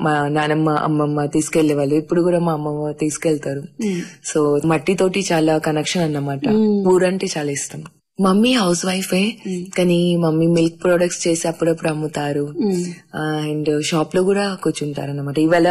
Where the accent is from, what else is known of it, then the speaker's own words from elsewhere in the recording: Hirapur, Telangana, India; also born or lived in Tadihatnur; So Hirapur అని ఒక గ్రామం ఉంది, అది ఇంద్రవెలి మండలం, ఆదిలాబాద్ డిస్ట్రిక్ట్. సో అక్కడ నేను పెరిగాను, యూనో అక్కడ నుంచి ఎడ్యుకేషన్ మొత్తం.